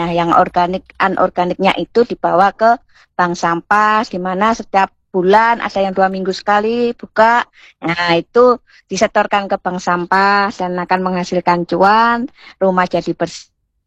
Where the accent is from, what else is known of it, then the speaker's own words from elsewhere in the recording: Yogyakarta, Special Region of Yogyakarta, Indonesia; kita sebagai warga Jogja